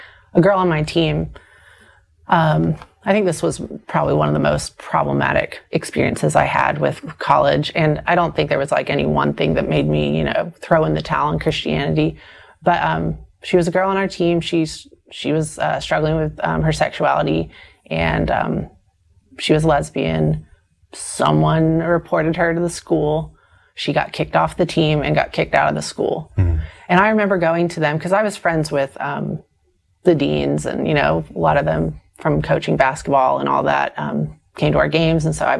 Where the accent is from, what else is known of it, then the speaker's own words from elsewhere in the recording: the South, United States; You're just growing up in the South, it was man, we're praying for those Catholics.